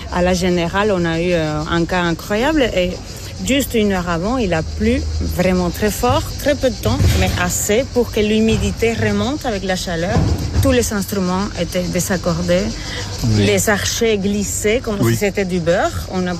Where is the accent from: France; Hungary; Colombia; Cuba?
Cuba; now in Namur, Belgium; je suis cubaine et ça fait 23 ans que j'habite à Namur.